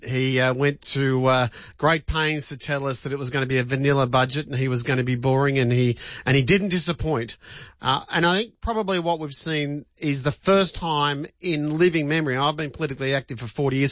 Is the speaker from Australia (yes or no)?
yes; New South Wales, Australia; I can tell you, growing up in Western Sydney, how many friends of ours in their 20s either stayed at home or rented something very modest